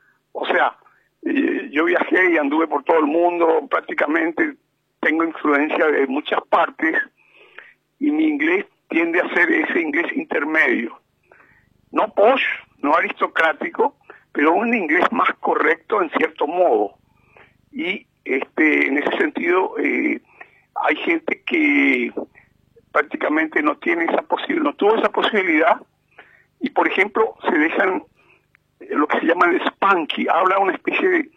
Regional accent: Paraguay; nosotros, como paraguayo, digamos, porque yo nunca he abandonado mis raíces, somos supuestamente bilingües.

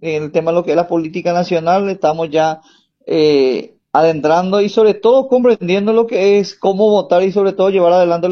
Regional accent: Paraguay; es el momento que nosotros como ciudadanos paraguayos, como pueblos indígenas que somos, tanto en JEP, tanto Sanapaná, llevemos el timón

